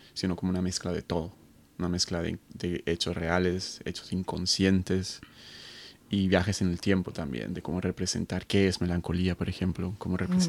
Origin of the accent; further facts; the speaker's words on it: Bogotá, Colombia; moved away; also born or lived in Barranquilla; que es pues en el norte de Colombia, es el Caribe, y cuando tuve 8 años me fui a vivir con mi madre y mi hermana, me fui a vivir a Bogotá